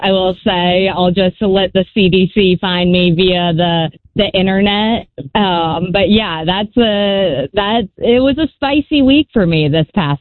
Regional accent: South Carolina, United States; now in New York City, United States; I'm from South Carolina

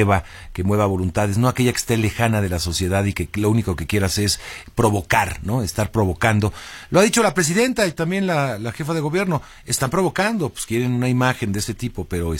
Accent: Mexico; como somos los mexicanos, un poquito surrealistas

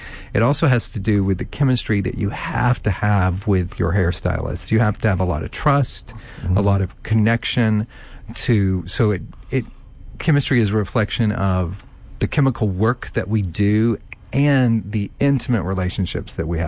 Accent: Sibley, Louisiana, United States; I am from Sibley, Louisiana.

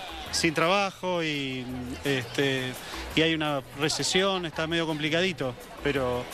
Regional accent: Argentina

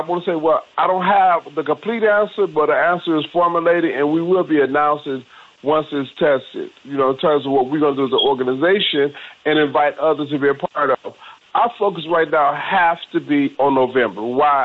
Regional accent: Detroit, Michigan, United States; I grew up in Detroit, Metro Detroit.

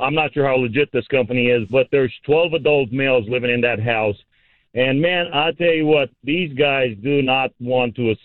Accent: Romania; born there; English is a second language; I was born in Romania.

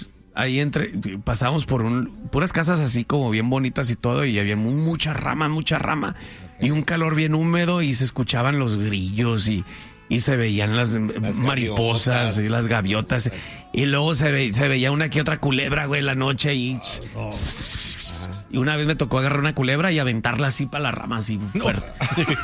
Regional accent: Mexico; Somos mexicanos y no es que España mejor, no es que Europa

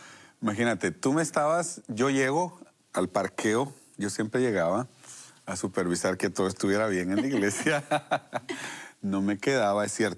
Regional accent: Guatemala; Guatemala.

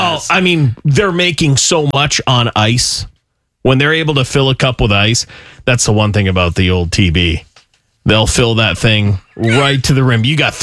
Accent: Canada; growing up in Canada

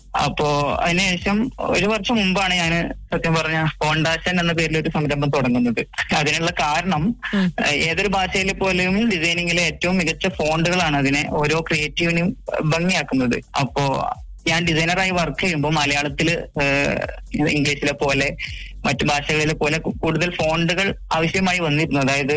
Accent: Mampad, Kerala, India; നാട്ടിൽ മലപ്പുറം ജില്ലയിലെ മമ്പാട് സ്ഥലത്താണ്

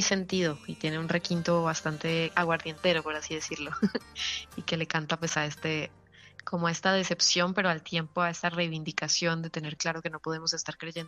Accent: Santander, Colombia; yo soy una artista santandereana, ya con más de 20 años de carrera.

